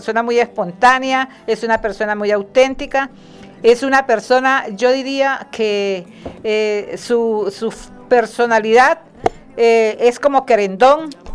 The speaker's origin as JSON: {"language": "Spanish", "region": "Arauca", "country": "Colombia", "said": "yo amo mi Arauca entrañablemente"}